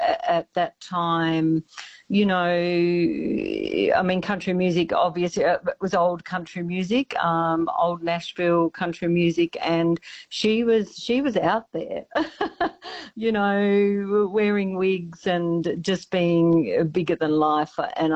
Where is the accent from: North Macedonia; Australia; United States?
Australia; Tasmania; I grew up in Tassie, so, you know, I met up with my sister down there, and we tripped down to Hobart and went and saw her.